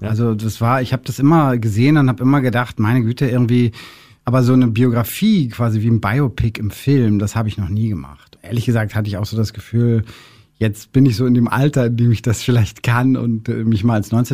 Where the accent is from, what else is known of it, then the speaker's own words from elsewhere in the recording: Schwerin, Mecklenburg-Vorpommern, Germany; Als ganz kleines Kind, also schlimmer als Mecklenburger wie ich. Es gibt in Schwerin, wo ich herkomme